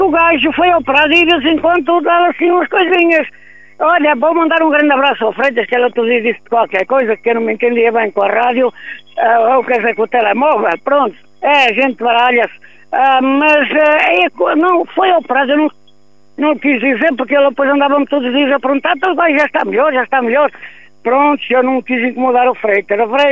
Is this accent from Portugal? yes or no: yes; Macedo de Cavaleiros, Norte, Portugal; born there; moved away; Quero mandar um beijinho para a minha terra, para a minha sobrinha Helena, que está aí em Macedo